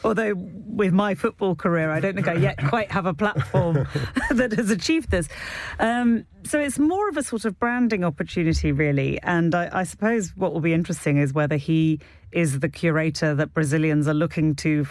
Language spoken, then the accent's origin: English; New Zealand